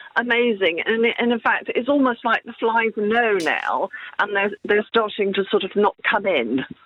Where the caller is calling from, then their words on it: Tavistock, South West England, United Kingdom; Hi, I'm in Tavistock.